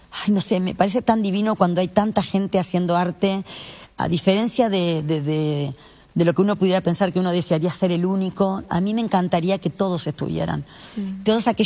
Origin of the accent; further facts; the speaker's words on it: Uruguay; Y también hay una cultura de cómo somos nosotros los uruguayos. Somos más recatados, más miedosos tal vez. No sé si es miedoso, pero más conservadores, un montón de cosas.